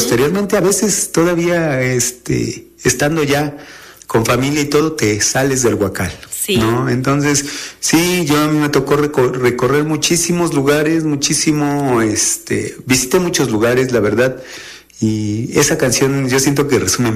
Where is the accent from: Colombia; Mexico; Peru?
Mexico; Oriental, Puebla; also born or lived in Xalapa; Pues yo nací en Jalapa, Veracruz, ajá. Pero toda mi vida he vivido en Oriental.